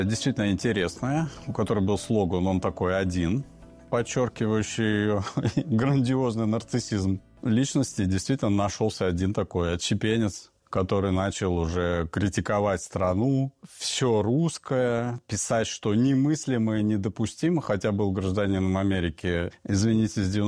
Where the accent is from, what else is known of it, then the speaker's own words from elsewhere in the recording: Polysayevo, Kemerovo Oblast, Russia; born there; Родился в Кемеровской области, Полываево, поселок Шахтеров.